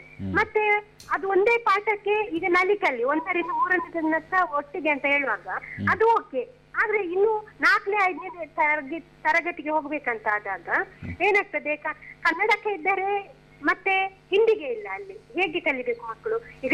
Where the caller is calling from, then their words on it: Udupi, Karnataka, India; ಉಡುಪಿಯಿಂದ ಸರ್.